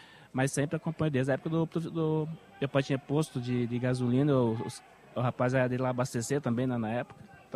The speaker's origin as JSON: {"language": "Portuguese", "town": "Joinville", "region": "Santa Catarina", "country": "Brazil", "tie": "born or raised there", "said": "como eu sou de Joinville, tá?"}